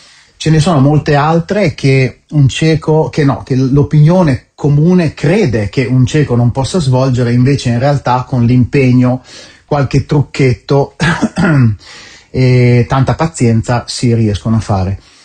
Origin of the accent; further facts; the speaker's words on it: Porto Garibaldi, Emilia-Romagna, Italy; sono nato a Porto Garibaldi, in provincia di Ferrara